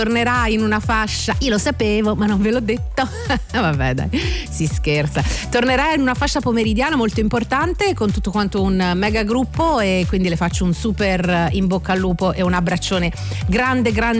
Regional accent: Sinalunga, Tuscany, Italy; moved away; la mia mitica Sinalunga, paese della Val di Chiana che nomino spesso perché sto praticamente la mia terra, la mia origine è lì

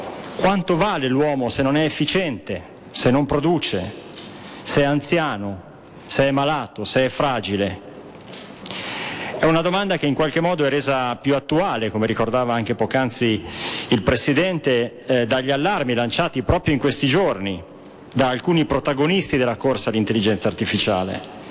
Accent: Bologna, Emilia-Romagna, Italy; da bolognese particolarmente caro anche perché è stato il mio pastore, il cardinale Giacomo Biffi.

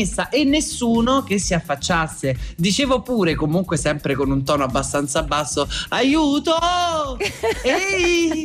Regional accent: Viterbo, Lazio, Italy; Io sono di Viterbo

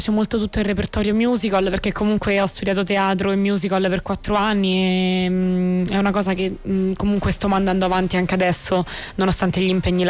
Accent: Avezzano, Abruzzo, Italy; born there; Ad Avezzano, in provincia dell'Aquila sono nata.

